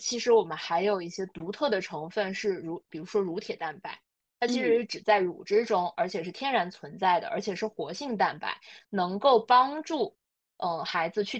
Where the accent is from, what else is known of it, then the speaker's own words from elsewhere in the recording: Heilongjiang, China; 我是黑龙江人嘛